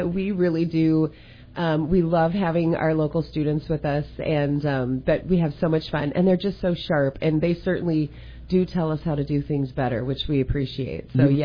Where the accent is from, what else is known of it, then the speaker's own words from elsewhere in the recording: Washington, United States; now in Wisconsin, United States; I'm from Washington, not Wisconsin